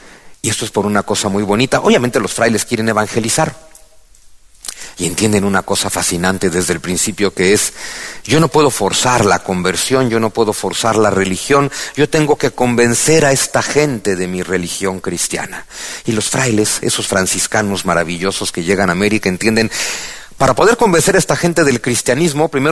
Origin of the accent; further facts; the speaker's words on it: Mexico; Afortunadamente no soy el único mexicano que está en la batalla en la que yo estoy.